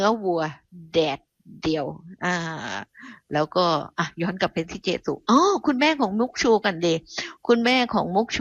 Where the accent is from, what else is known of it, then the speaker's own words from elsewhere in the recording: Southern Thailand, Thailand; accent: Southern Thai; พอดิฉันพูดใต้ดิฉันต้องมีสำนวนสำเนียงมาเลย